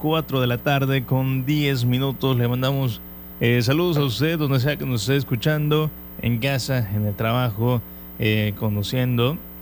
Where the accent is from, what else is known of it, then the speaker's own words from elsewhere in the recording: Mexico; somos mexicanos